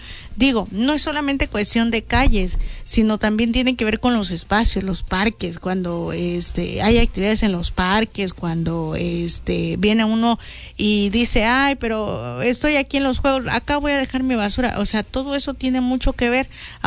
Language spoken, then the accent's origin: Spanish; Mexico